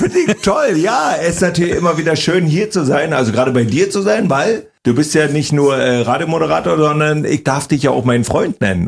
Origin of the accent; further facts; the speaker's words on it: Briesen, Brandenburg, Germany; also born or lived in Bad Saarow; Ich bin ja in Bad Saare geboren, dann in Briesen sozusagen groß geworden. Das ist gleich so ein Dorf daneben.